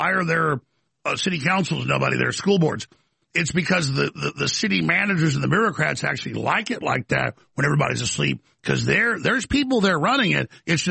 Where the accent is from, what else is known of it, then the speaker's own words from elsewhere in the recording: Texas, United States; I love Texas. I'm from Texas, proud of Texas.